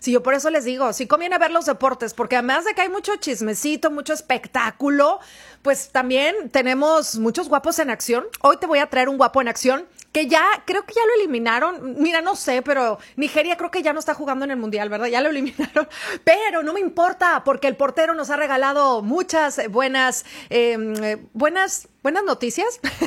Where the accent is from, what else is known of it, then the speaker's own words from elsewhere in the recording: Mexico; Así somos los mexicanos